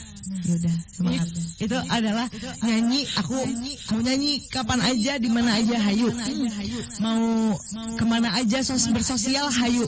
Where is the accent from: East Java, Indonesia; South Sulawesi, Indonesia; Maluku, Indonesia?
Maluku, Indonesia; Ambon; born there; Kalaupun nanti ada kesempatan untuk nyanyi lagu timur, mau banget karena KTP aku lahir di Ambon loh.